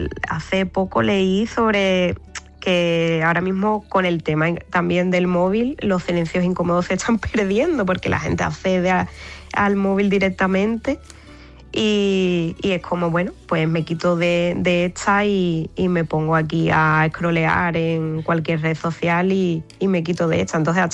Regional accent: Barbate, Andalusia, Spain; now in Seville, Spain

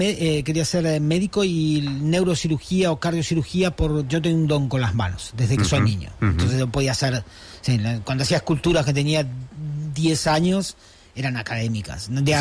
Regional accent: Patagonia, Argentina; Pero luego vine en mi provincia, yo soy de la Patagonia

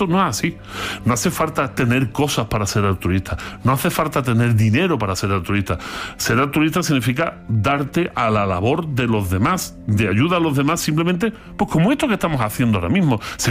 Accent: Andalusia, Spain; Los andaluces, para el concepto de eudaimonía, sin saberlo, los propios andaluces, le damos su propio nombr

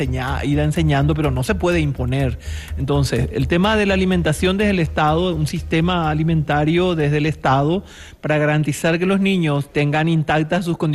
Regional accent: Paraguay; No podemos, por ejemplo, en mi país, intentar dar de comer soja a los paraguayos porque no quieren comer la soja.

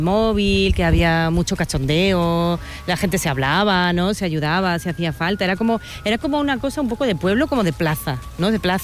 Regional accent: Ferrol, Galicia, Spain; yo soy gallega

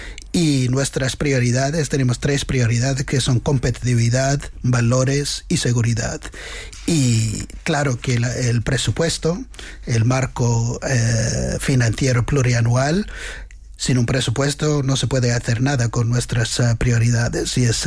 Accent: Ireland; now in Spain

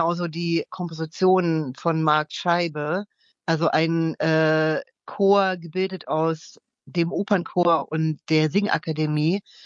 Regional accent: Germany; ich komme ebenfalls aus der DDR

